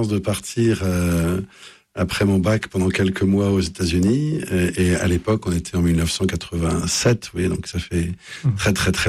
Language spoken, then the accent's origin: French; Paris, Île-de-France, France; now in Lille, France; Je sais, je suis un Parisien indécrottable, j'ai vécu 54 ans à Paris, j'imaginais pas qu'on puisse respirer de l'oxygène ailleurs